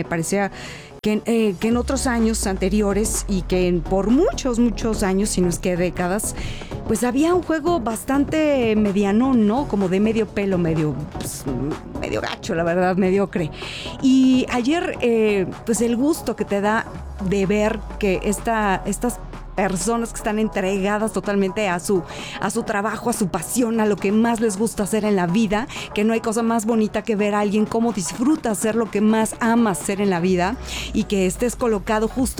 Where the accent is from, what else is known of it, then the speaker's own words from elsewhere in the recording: Mexico; todos somos mexicanos